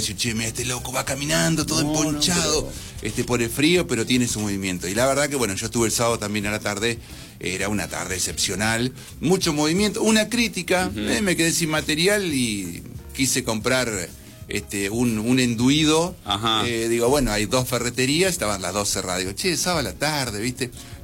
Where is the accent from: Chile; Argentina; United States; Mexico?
Argentina; Patagonia; nosotros somos Patagonia.